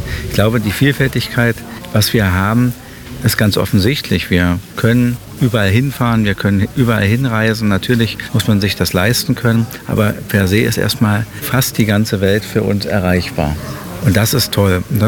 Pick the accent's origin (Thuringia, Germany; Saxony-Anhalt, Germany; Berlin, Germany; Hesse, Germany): Saxony-Anhalt, Germany; Aschersleben; Wir dürfen uns nicht schämen, aus Aschersleben zu kommen, sondern wir kommen aus einer ganz tollen Stadt, die ganz viel zu bieten hat